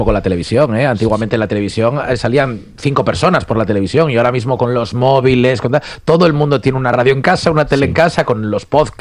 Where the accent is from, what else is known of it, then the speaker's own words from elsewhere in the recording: Vigo, Galicia, Spain; Yo, por ejemplo, hombre, pues soy del Celta de Vigo. Soy